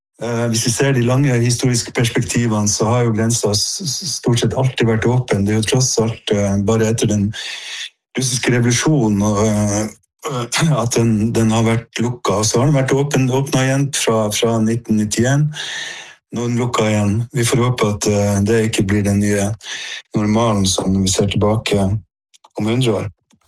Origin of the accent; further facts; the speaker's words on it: Kirkenes, Finnmark, Norway; moved away; hele nabolaget der jeg vokste opp, Hessen, kaltes jo NATO. Og det var jo spesielt miljø, kan du si, der. Litt annerledes enn resten av Kirkenes. Og, sant, grensa var stengt, jernteppet var dratt ned, gruvsamfunn, litt sånn militarisert, mye overvåking.